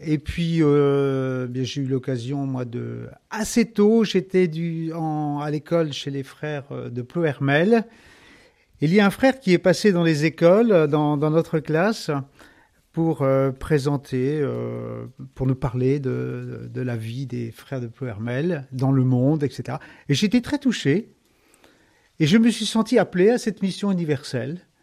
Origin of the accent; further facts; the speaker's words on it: Lamballe, Brittany, France; born there; moi je suis né en 1962 à Lamballe, dans les Côtes d'Armor.